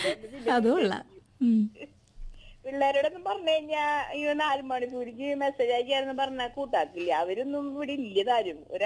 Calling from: Thrissur, Kerala, India; ഞങ്ങള് തൃശ്ശൂരിന്ന് വിളിക്കുന്ന, വിളിച്ചു തുടങ്ങിട്ട് കൊല്ലങ്ങളായി.

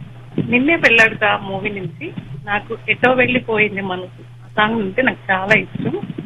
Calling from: Vijayawada, Andhra Pradesh, India; I'm from Vijayawada. నేను విజయవాడ నుంచి call చేస్తున్నా మీకు.

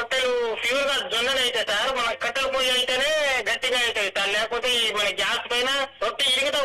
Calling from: Kothagudem, Telangana, India; Gollagudem rider Basti sir

